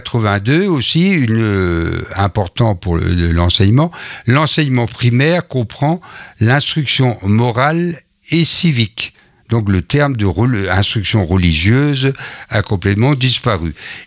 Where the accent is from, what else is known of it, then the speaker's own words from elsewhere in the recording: Inzinzac-Lochrist, Brittany, France; je suis originaire de Le Christ Azazac moi-même.